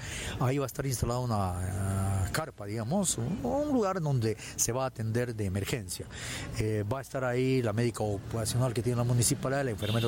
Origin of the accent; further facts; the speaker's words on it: Peru; nosotros como peruanos debemos tener ese sentimiento de amar a nuestra patria